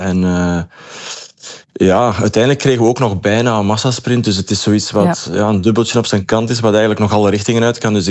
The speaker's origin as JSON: {"language": "Dutch", "country": "Belgium", "said": "mogen we toch wel enorm blij zijn"}